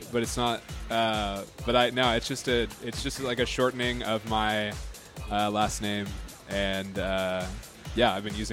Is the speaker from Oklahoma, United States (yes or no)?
yes; Oklahoma, United States; now in Detroit, United States; We're both from Oklahoma.